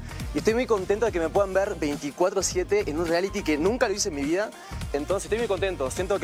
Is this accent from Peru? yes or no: no; Uruguay; now in Mexico; soy uruguayo. Me mudé a México hace 10 años. El acento no se me va, o sea, no puedo cambiarlo, no sé por qué no se me va.